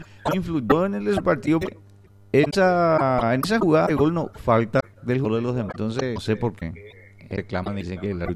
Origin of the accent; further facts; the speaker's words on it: Paraguay; Como paraguayos tenemos que ver